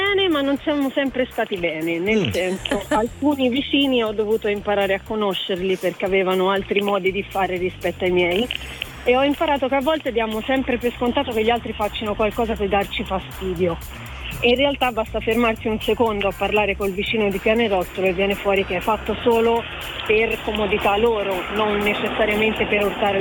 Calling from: Castiglion Fiorentino, Tuscany, Italy; Io chiamo da Castiglion Fiorentino, in provincia di Arezzo.

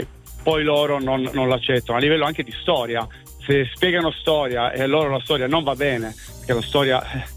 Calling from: Turin, Piedmont, Italy; Da Torino, in questo momento sto guidando.

